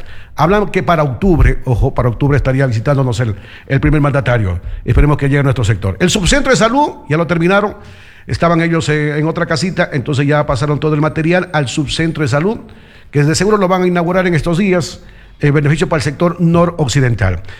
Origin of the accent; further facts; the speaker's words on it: Chuquiribamba, Loja, Ecuador; yo soy de Chuquiribamba